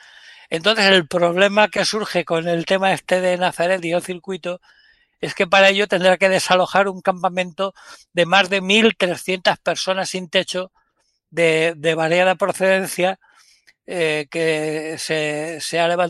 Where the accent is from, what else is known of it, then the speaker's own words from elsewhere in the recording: Valencia, Valencian Community, Spain; Pues nosotros somos de Valencia.